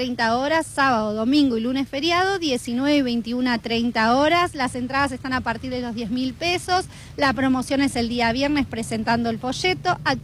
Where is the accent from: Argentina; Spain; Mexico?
Argentina; Escobar, Buenos Aires Province; Yo, por ejemplo, soy de Escobar, de la provincia de la Fiesta de la Flor